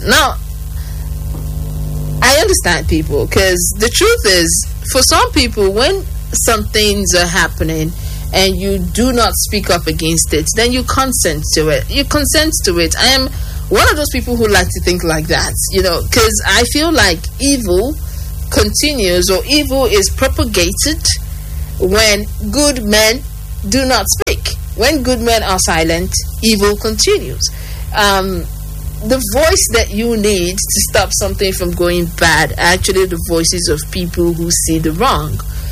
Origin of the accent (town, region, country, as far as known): Nigeria